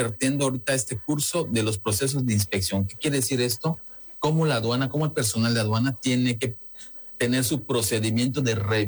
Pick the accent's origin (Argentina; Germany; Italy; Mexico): Mexico; nosotros como mexicanos consumidores